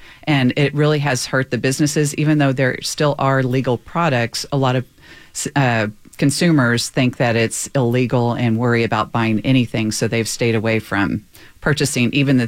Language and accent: English; Dallas, Texas, United States; moved away as an adult; now in Austin, United States; I'm a state representative from the Austin area. I grew up in Dallas.